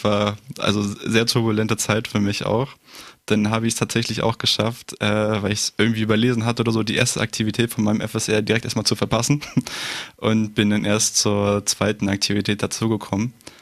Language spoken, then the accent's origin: German; Mecklenburg-Vorpommern, Germany; now in Greifswald, Germany; Ja, ich bin 22 Jahre alt. Ich komme ursprünglich aus der Ecke Wismar-Schwerin.